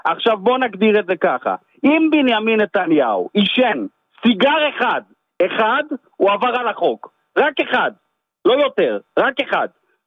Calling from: Rishon LeZion, Central District, Israel; אני מראשון לציון

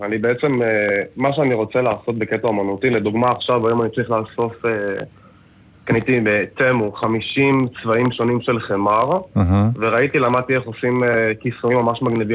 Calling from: Petah Tikva, Central District, Israel; אני מפתח תקווה, אני בן 24.

